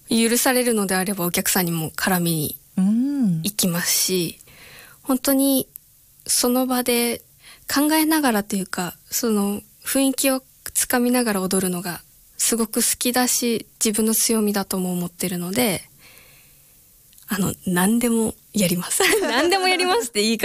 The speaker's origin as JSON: {"language": "Japanese", "town": "Iwaki", "region": "Fukushima", "country": "Japan", "tie": "born or raised there", "said": "そのいわきで広げるっていうのがもう去年から、自分のクラスができてからやっと自分の地元をこうしたいとか、地元で何できるかなっていう目線になったので"}